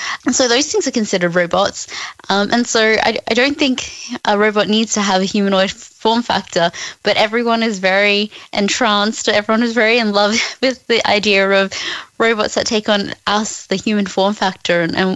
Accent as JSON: {"language": "English", "town": "Cairns", "region": "Queensland", "country": "Australia", "tie": "born or raised there", "said": "even though I grew up in Cairns and far north Queensland, I could type in anything"}